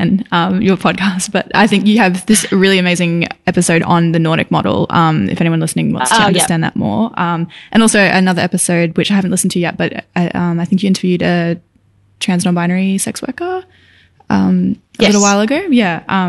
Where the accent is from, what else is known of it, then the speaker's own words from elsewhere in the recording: Queensland, Australia; I'm from Queensland